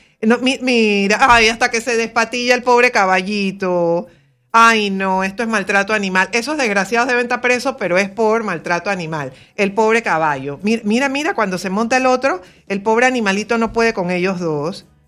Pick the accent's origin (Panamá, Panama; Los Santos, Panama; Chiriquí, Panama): Panamá, Panama; Panama City; siendo panameña, siendo capitalina, habiendo crecido con la cultura canalera